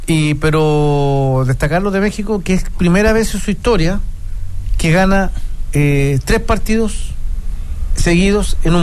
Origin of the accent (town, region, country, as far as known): Chile